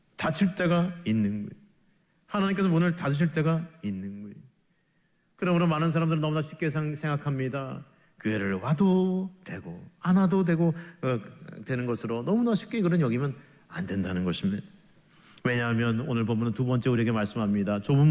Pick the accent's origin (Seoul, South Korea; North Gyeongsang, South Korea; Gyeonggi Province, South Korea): Seoul, South Korea; 서울 사람이 저도 그냥 어설프게 아싸라게 지금 흉내내고 있는데